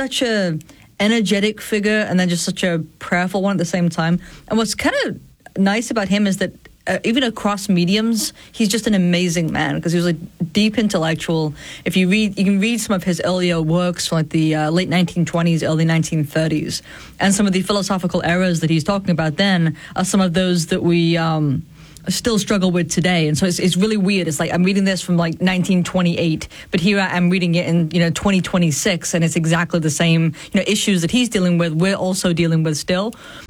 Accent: Sheffield, Yorkshire and the Humber, United Kingdom; now in North Carolina, United States; Sheffield in Northern England.

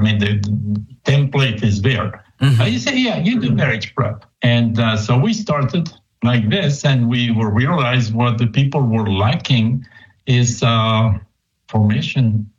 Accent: France; moved away as an adult; also born or lived in Columbus, Nebraska; coming from France to Columbus, Nebraska was an experience.

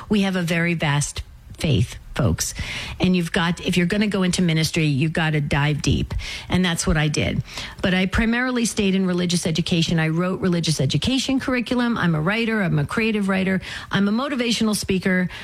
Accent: New Jersey, United States; moved away as an adult; now in Arizona, United States; I'm 100% Sicilian. I was born and raised in New Jersey. I live in Arizona because I moved out from New Jersey to come to college in Arizona, and I stayed in Arizona.

